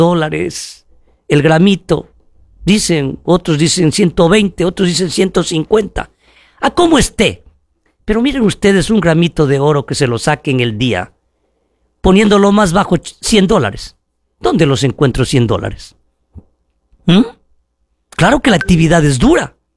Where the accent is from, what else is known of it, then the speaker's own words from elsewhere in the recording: Ecuador; Y también, como buen ecuatoriano, muevo la economía, porque con esa platita del gramo voy a ir a las tiendas, a los mercados.